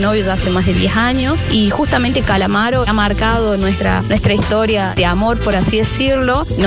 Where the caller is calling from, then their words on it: Catamarca, Argentina; soy de la provincia de Catamarca